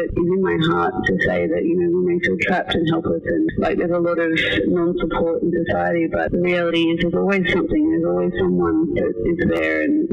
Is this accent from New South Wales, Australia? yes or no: no; Victoria, Australia; also born or lived in Melbourne / Queensland; I'm actually from Victoria. I grew up there. I was born in the country. I was born in the country and spent 10 years in Melbourne at uni. I spent 10 years in Queensland